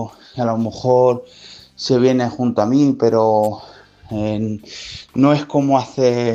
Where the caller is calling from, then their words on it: Toledo, Castilla-La Mancha, Spain; de Toledo.